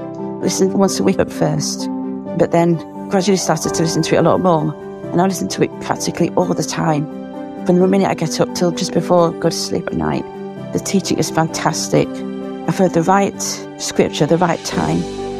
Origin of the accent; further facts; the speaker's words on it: Yorkshire and the Humber, United Kingdom; from Yorkshire.